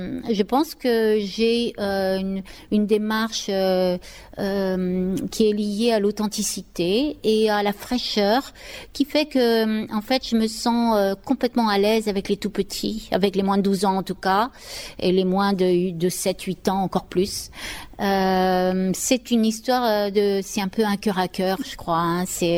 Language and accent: French; Paris, Île-de-France, France; now in Ariège, France; moi, je suis une Parisienne, j'ai grandi à Paris, mais j'ai vite fui la grande ville. J'ai beaucoup voyagé